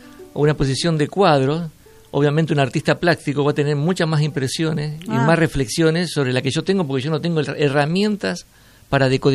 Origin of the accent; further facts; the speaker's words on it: Laguna Paiva, Santa Fe, Argentina; yo soy de Laguna Paiva, ¿no? O sea, nacido ahí.